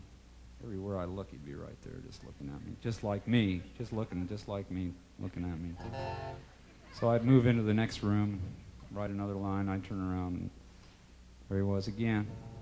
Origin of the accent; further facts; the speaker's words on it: Canada; You know, I'm from Canada.